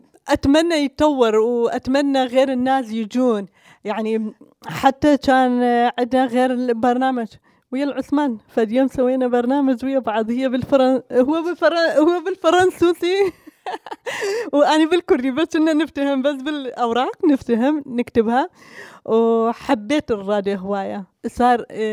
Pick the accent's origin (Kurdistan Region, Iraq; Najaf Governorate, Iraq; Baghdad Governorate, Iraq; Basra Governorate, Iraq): Kurdistan Region, Iraq; moved away; أنا كردية من العراق، وبرنامجنا بعد مرة نحكي بالكردي،